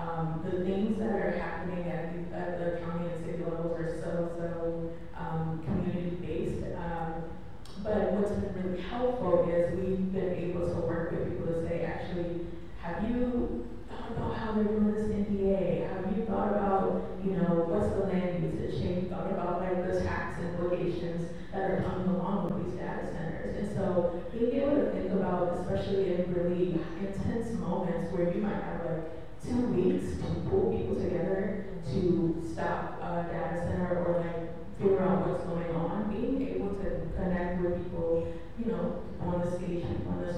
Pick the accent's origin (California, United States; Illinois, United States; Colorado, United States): Illinois, United States; Chicago; I'm from Chicago, that's like my personal, what I think about.